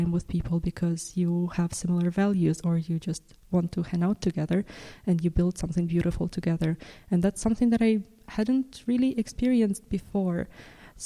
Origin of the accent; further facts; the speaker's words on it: Ukraine; growing up in Ukraine, somehow I was in one relationship for many years